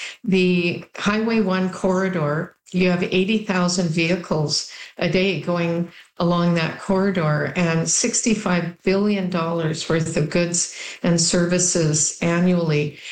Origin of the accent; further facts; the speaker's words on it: Nanaimo, British Columbia, Canada; moved away; also born or lived in Ladysmith; I grew up in Ladysmith and Nanaimo on Vancouver Island. Very similar backgrounds, forestry industry, small businesses, things like that.